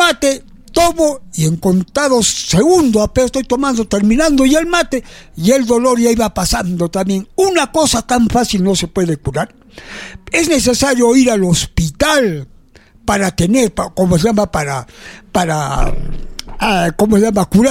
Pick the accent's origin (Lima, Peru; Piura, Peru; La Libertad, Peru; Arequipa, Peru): Arequipa, Peru; born there; yo acá nací en Arequipa.